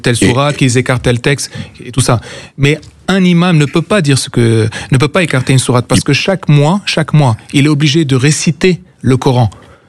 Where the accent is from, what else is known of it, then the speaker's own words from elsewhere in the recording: Lebanon; Moi, je suis né au Liban et j'ai grandi et j'avais des amis musulmans, j'en ai toujours.